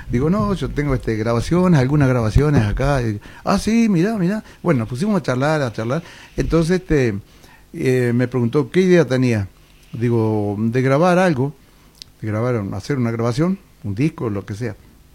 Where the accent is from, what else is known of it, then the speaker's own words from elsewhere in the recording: Tacuarembó, Uruguay; como yo nací acá, en Tacuarembó, crecí cantando, escuchando canciones argentina